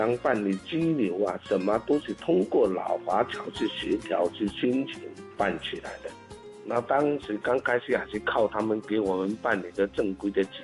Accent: Jinjiang, Fujian, China; moved away as an adult; now in Madagascar; 我们泉州晋江

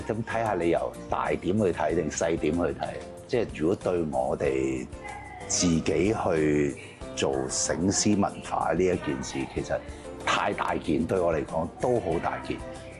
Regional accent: Hong Kong; 我覺得就作為一個真係本土土生土長香港人

